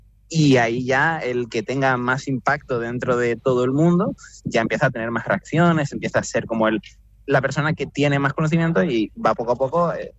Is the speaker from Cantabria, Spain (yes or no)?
no; Santa Cruz de Tenerife, Canary Islands, Spain; now in Gran Canaria, Spain; trabajando aquí en Gran Canaria, yo soy chicharrero